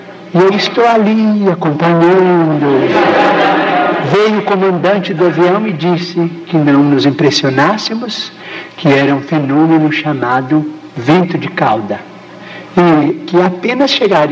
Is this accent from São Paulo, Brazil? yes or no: no; Pedro Leopoldo, Minas Gerais, Brazil; born there; moved away as an adult; now in Uberaba, Brazil; Pedro Leopoldo, a terra onde nasci na presente reencarnação.